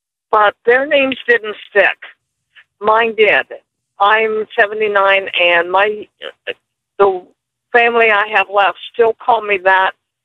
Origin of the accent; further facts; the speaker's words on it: Gassaway, West Virginia, United States; born there; I was born, I didn't grow up there, but I was born in Braxton County, West Virginia.